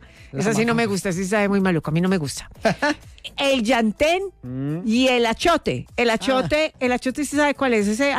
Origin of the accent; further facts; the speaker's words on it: Quindío, Colombia; desde mi tierra, desde el Quindío.